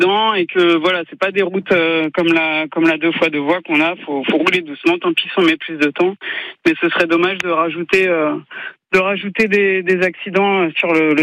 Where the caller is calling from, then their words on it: Mosset, Occitanie, France; j'habite à Mossette, là je suis en train de rentrer depuis la direction de Perpignan